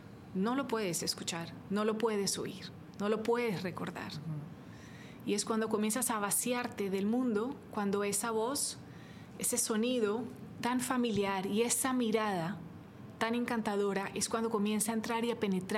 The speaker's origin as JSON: {"language": "Spanish", "country": "Colombia", "moved": "as an adult", "lives_now": "Miami, United States", "said": "colombiana, soy diseñadora de interiores y hago decoración. Vivo aquí en Miami hace 26 años"}